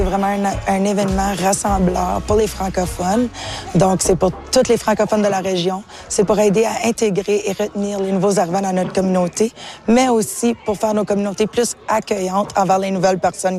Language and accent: French; Moonbeam, Ontario, Canada; also born or lived in Kapuskasing; moi, je viens de Moonbeam originalement, de Kapuskasing et de Moonbeam.